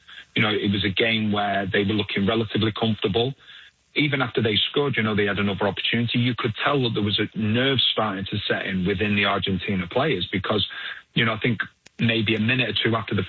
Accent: England, United Kingdom; Yeah, it's as an Englishman, it was tough to watch.

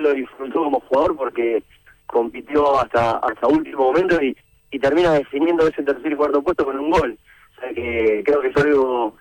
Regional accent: Argentina; somos Argentina

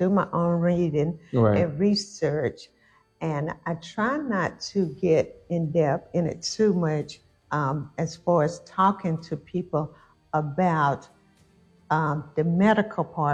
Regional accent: Preston, Georgia, United States; now in Sylvester, United States; I'm from Preston, Georgia. I've been in Sylvester, Georgia for quite a while now. I love it here.

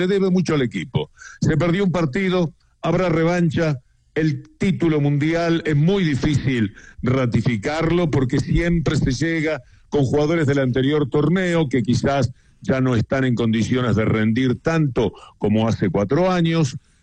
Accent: Uruguay; now in Argentina; Yo, en tanto argentino, soy uruguayo, pero en tanto argentino me planteo inmediatamente qué es lo que ha pasado.

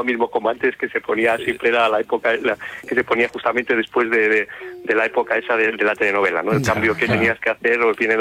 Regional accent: Castile and León, Spain; now in Alcalá, Spain; mira, estoy en Alcalá, es un culebrón ya en sí, pero yo soy de Torto de Guevara, de Burgos, y te mando un saludo de nuestra tierrilla.

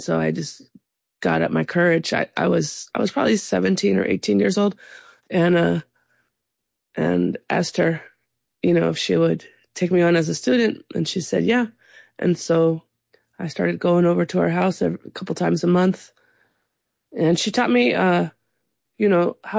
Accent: Sonoma County, California, United States; I grew up in Sonoma County

